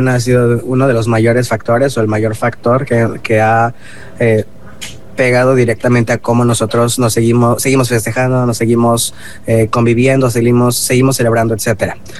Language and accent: Spanish; Mexico